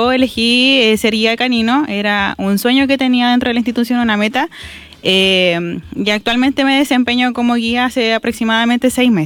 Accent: Talcahuano, Biobío, Chile; Oriundo de Talcahuano. Me crié. Me crié en el barrio, en el sector donde se van a formar los nuevos agentes policiales.

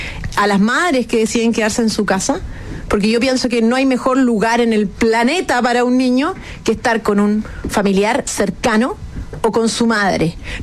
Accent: Chile; nos convoca a todos como chilenos

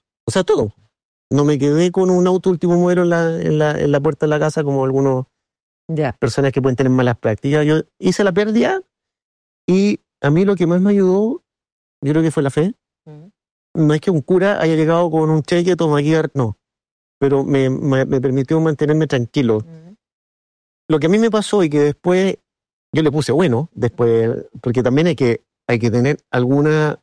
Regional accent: Chile; Después, soy miembro de la Junta, pero claro, primero soy chileno. Así que yo creo que mi país sea lo que todo el mundo espera.

